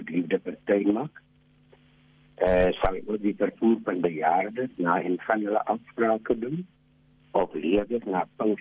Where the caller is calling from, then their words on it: Bloemfontein, Free State, South Africa; Ek is van Bloemfontein.